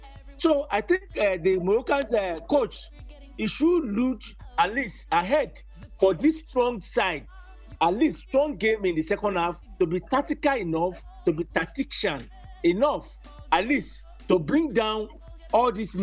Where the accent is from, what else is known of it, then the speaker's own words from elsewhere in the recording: Ishaka, Western Region, Uganda; I'm from Ishaka, really.